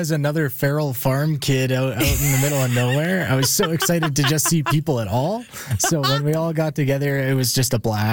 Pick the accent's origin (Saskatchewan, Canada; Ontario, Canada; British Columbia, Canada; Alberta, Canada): Saskatchewan, Canada; The Southwest.